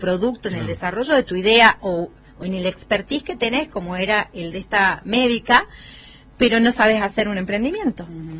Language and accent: Spanish; Jujuy, Argentina; los jujeños, que nos cuesta un montón, porque eso también, nosotros somos collas, somos para adentro